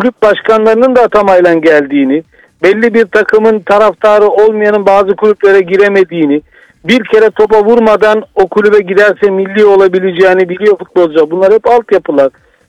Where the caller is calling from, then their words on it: Istanbul, Turkey; İstanbul'dan arıyorum.